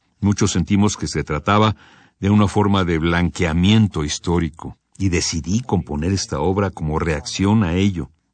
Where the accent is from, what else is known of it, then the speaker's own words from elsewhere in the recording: Philippines; Spanish is a second language; Soy filipino, soy asiático del sudeste, tenemos otra manera de percibir el mundo.